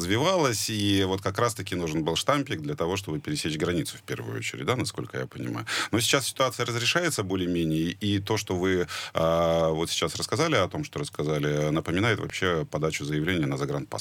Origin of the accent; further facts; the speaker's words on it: Yekaterinburg, Sverdlovsk Oblast, Russia; вот мне, как обычному жителю Екатеринбурга